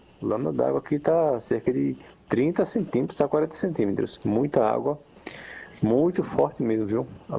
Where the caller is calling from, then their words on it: Paulista, Pernambuco, Brazil